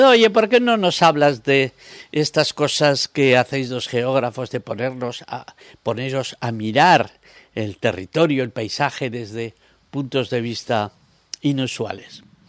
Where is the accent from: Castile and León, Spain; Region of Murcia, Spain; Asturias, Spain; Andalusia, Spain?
Castile and León, Spain; Soria; born there; moved away; Y busqué mi pueblo y lo vi allí, junto al barranco de la Cañada con sus huertas.